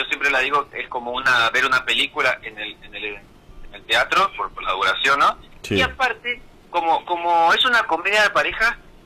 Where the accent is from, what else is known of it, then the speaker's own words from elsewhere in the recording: Corrientes, Argentina; nosotros somos de Capital